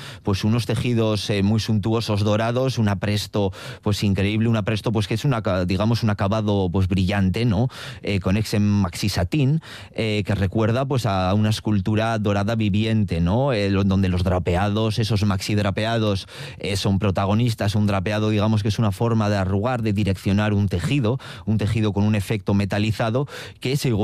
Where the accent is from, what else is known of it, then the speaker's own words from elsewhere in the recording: Bilbao, Basque Country, Spain; como los de Bilbao, que podemos ser de cualquier lugar